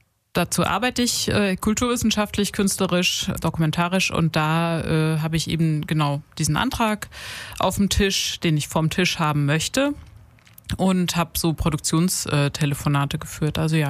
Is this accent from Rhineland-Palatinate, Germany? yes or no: yes; Rhineland-Palatinate, Germany; Also meine Familie kommt aus der Landwirtschaft und ich bin dann in die Kulturwirtschaft gegangen. Und ich komme aus der Nähe von Mainz in Rheinhessen, so gute Böden.